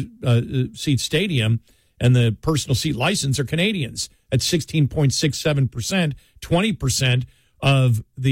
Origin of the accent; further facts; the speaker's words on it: Buffalo, New York, United States; When you live there, and I grew up in Buffalo, it's a border town.